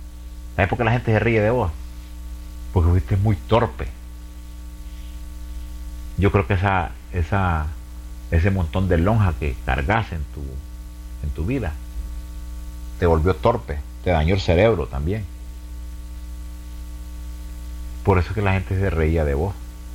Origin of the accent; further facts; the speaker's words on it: Honduras; Ahora le voy a decir lo que digo yo como hondureño.